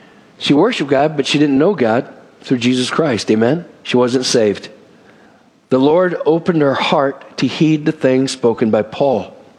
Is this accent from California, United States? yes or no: yes; West Covina, California, United States; You know, where I grew up in West Covina, California, Southern Cal, it's about probably 30 to 40 minutes from L.A., going east, known as the San Gabriel Valley.